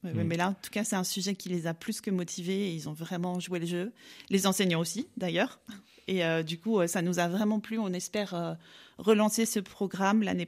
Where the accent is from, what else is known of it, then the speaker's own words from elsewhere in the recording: Nancy, Grand Est, France; c'est quand même ma région. Donc voilà, j'ai fait mes études à Nancy, j'ai grandi à Nancy